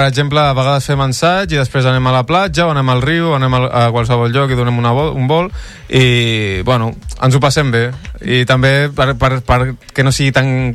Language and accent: Catalan; Vilafant, Catalonia, Spain; Jo sóc el més gran, que tinc 20, i sóc de Vilafant.